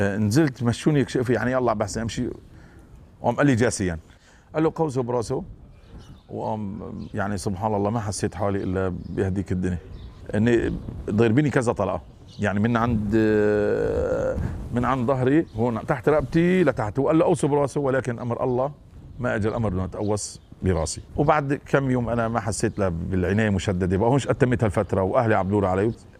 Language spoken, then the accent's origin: Arabic; Iraq; هيك يعني إنه أنا من صلاح الدين وإلى آخره.